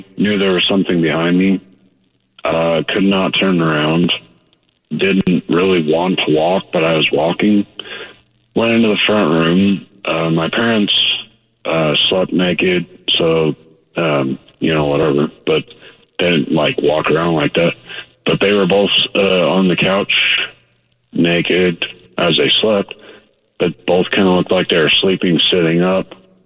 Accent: Utah, United States; I grew up in southern Utah

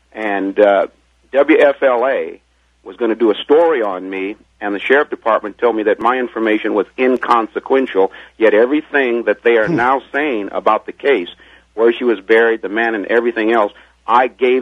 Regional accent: Los Angeles, California, United States; And I'm from Los Angeles

